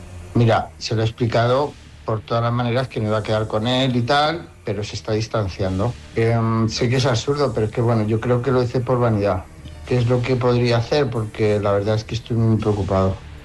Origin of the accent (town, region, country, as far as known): Madrid, Community of Madrid, Spain